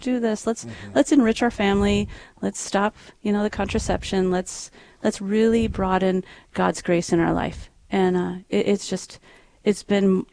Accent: Great Falls, Montana, United States; moved away as an adult; now in Bismarck, United States; A really blessing to be in Bismarck, North Dakota. We're from Great Falls, Montana, born and raised Montanans, and we've been here for 2 years now.

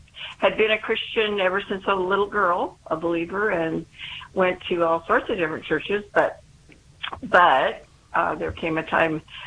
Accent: Ireland; I'm Irish, too

